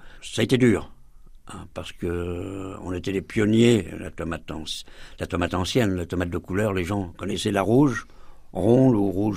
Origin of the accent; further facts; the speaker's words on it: Frontenay-sur-Dive, Nouvelle-Aquitaine, France; Moi, je suis originaire du Nord-Vienne, à Frontenay-sur-Dive exactement. C'est situé entre Loudun, Poire, Mirebeau, voilà, dans le triangle, un petit village de 200 habitants